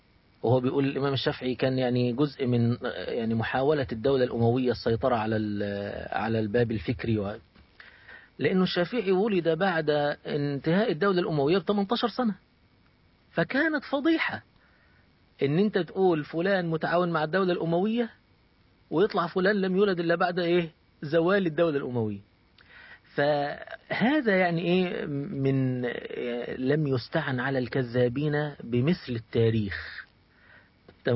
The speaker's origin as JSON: {"language": "Arabic", "country": "Egypt", "said": "كان عندنا في مصر واحد اسمه نصر حامد أبو زيد."}